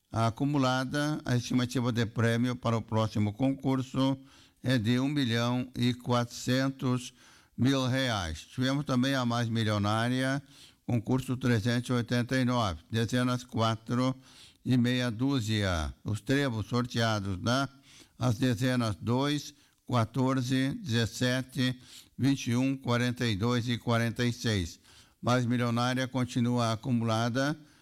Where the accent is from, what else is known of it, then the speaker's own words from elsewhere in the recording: Rio Grande do Sul, Brazil; É, eu sou gaúcho e desse jeito eu sou feliz.